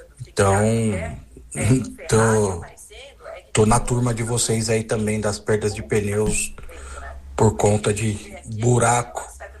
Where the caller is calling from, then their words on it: São Paulo, Brazil; sou do Butantã.